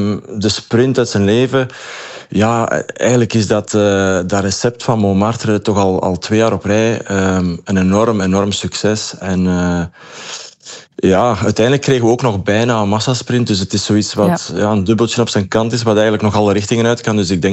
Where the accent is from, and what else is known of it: Belgium